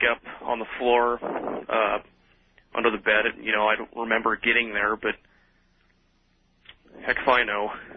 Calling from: Iowa, United States; I'm calling from Central Iowa.

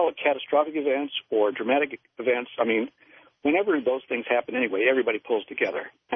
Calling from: Macon, Georgia, United States; by the way. I'm in Macon, Georgia.

